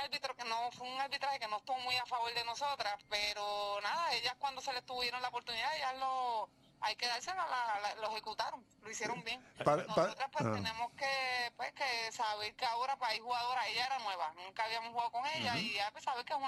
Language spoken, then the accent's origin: Spanish; Puerto Rico; Y soy bien puertorriqueña